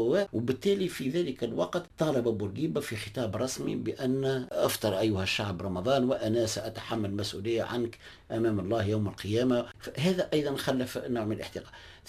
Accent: Bizerte, Bizerte Governorate, Tunisia; خطر أنا ابن مدينة بنزرت، معناها ابن الولاية،

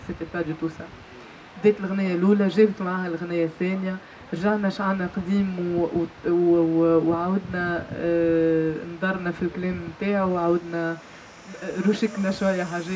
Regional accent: Tunisia; first language Tunisian Arabic; وأنا كتونسية

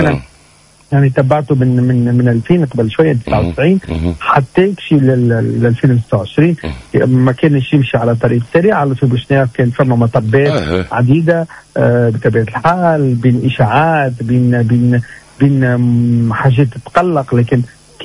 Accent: Ras Jebel, Bizerte Governorate, Tunisia; أول إجازة يعني في رأس جبل مدينتي.

